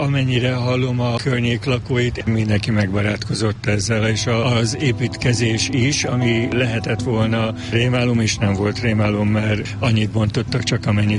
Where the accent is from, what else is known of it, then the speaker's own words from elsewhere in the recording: Budapest, Hungary; Én egyébként abban a házban nőttem föl.